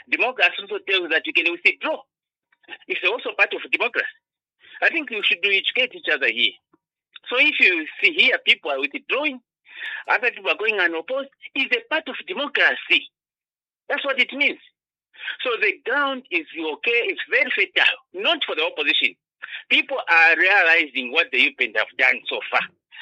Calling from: Lusaka, Lusaka Province, Zambia; I'm calling you here in Lusaka, sir.

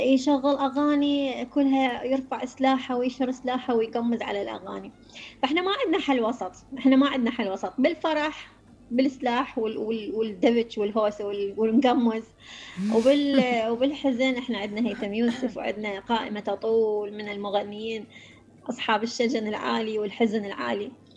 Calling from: Iraq; إحنا كعراقيين يعني ترتيب حياتنا كل الميل إلى الحزن

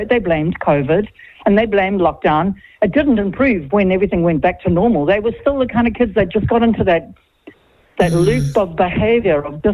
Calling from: Gisborne, New Zealand; I'm from Gisborne.

